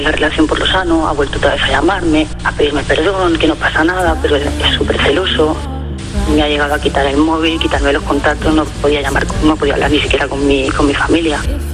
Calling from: Terrassa, Catalonia, Spain; yo vivo en Tarrasa y él vive en Gerona.

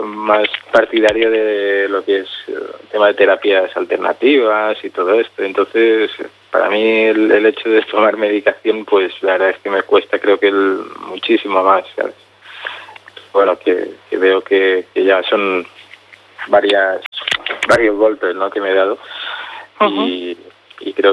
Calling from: Balearic Islands, Spain

